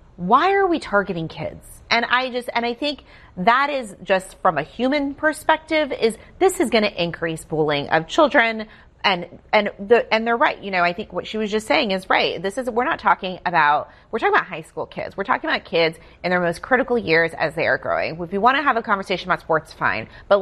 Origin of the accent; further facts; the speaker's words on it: Texas, United States; We're seeing it in my home state of Texas, where my sister is running for governor.